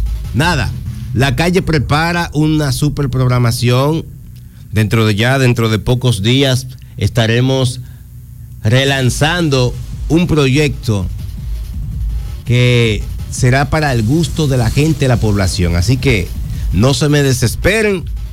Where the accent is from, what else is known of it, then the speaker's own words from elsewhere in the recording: Dominican Republic; Gracias porque somos dominicanos, gracias porque tememos a Dios